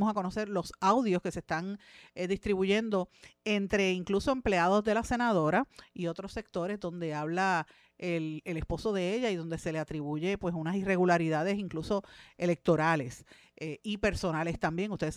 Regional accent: Guaynabo, Puerto Rico; yo no vivo en San Juan, yo vivo en Guaynabo, en mi pueblo.

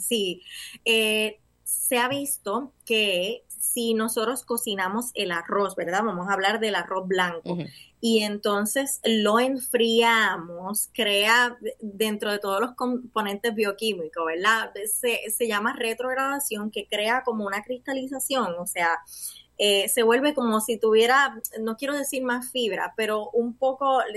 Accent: Puerto Rico; me incluyo como boricua

